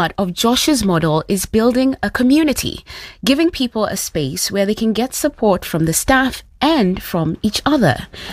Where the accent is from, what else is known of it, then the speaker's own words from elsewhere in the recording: Kenya; Oh, so I'm actually Kenyan. We like very strong